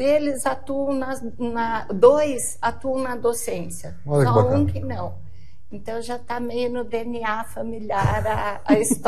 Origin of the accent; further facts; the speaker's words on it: Assis, São Paulo, Brazil; Eu sou de Assis, nasci aqui, né, e só saí para estudar. E daí voltei, né?